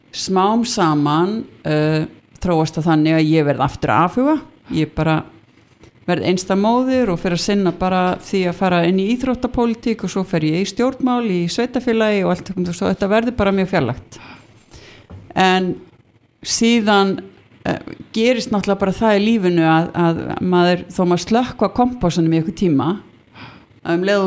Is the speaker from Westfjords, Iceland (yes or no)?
no; Hafnarfjörður, Capital Region, Iceland; ég sem sé fædd og uppalinn í Hafnarfirði, gaflari á Guðs náð og hérna og ekki alinn upp í raunni sérstaklega trúari fjölskyldu